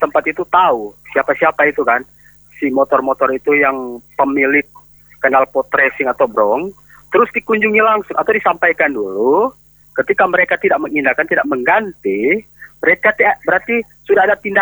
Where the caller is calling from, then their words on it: North Sulawesi, Indonesia; saya juga orang Minahasa Selatan